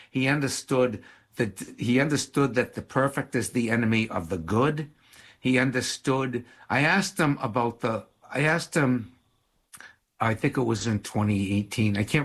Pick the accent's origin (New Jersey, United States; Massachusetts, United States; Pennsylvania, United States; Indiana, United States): Massachusetts, United States; He knew I was a townie. He knew I was from Massachusetts. He knew I was not cut from the same political cloth or ethnic cloth that most of the politicians were.